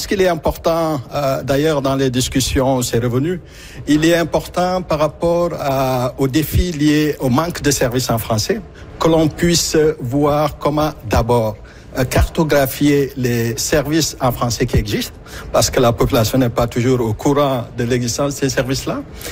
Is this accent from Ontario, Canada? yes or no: yes; Ontario, Canada; Il faut rappeler que je suis franco-ontarien d'origine immigrante.